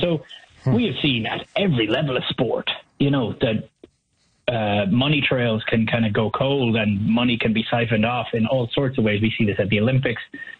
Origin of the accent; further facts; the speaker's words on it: Ireland; moved away; as originally an Irishman